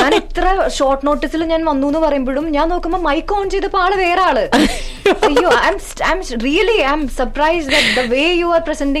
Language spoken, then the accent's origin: Malayalam; Perumbavoor, Kerala, India; born there; also born or lived in Kozhikode